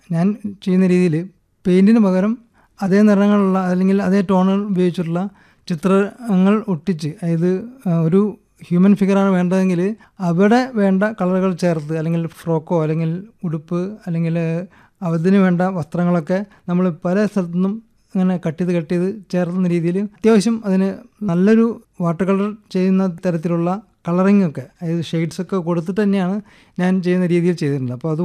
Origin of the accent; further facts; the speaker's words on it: Kozhikode, Kerala, India; എൻ്റെ പിതാവ് … saint Joseph സ്കൂളിലെ അധ്യാപകനായിട്ടാണ് ഇവിടെ ഞാൻ കോഴിക്കോട് വന്നത്. അപ്പോൾ ഞാൻ 1 മുതൽ കോഴിക്കോട്ടുകാരനാണ്.